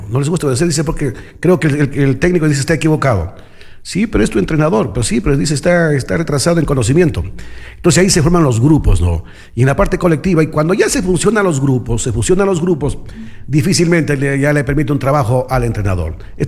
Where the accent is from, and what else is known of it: Ecuador